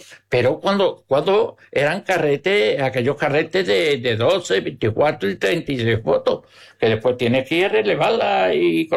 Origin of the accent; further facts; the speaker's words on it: Palma del Río, Andalusia, Spain; Palma para mí es lo más grande. Después de mi pago de huerta, mi Palma de Río. Eso es que ¿Por qué? Porque en que yo nací aquí